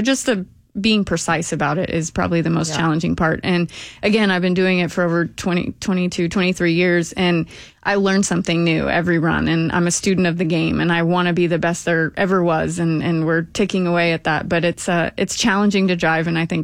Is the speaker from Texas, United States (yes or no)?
yes; Texas, United States; I'm from Texas.